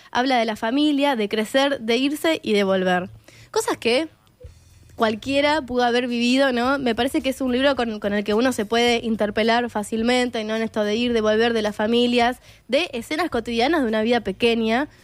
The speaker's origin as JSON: {"language": "Spanish", "region": "Rivera", "country": "Uruguay", "said": "Acá nos mandan, soy de Rivera, para mí Barraca es carpa."}